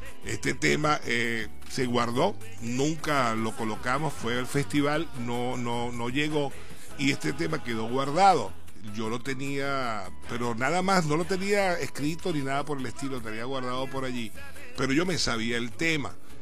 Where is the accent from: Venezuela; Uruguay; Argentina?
Venezuela; Maracaibo, Zulia; como buen zuliano, como buen maravino o maracucho, como nos quieren llamar